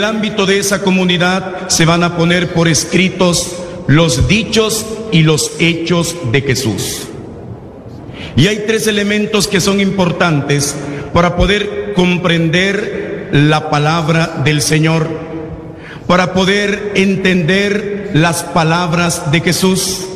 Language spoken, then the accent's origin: Spanish; El Salvador; En mi pasaporte dice que soy salvadoreño